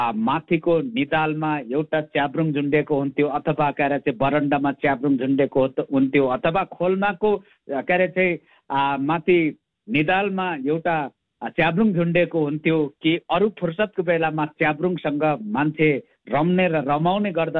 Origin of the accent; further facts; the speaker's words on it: Koshi Province, Nepal; तेह्रथुम परेकोले तेह्रथुमवासी दाजुभाइ तथा दिदीबहिनीहरू म यो पूर्व क्षेत्रबाट बोलिराखेकोले गर्दाखेरि